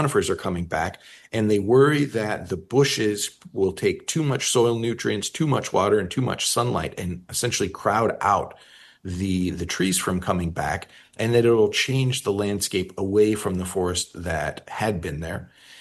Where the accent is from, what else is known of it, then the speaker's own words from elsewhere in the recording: Colorado, United States; also born or lived in Chester, California; Cause I grew up in Colorado, and up near Chester, which is Northeast California.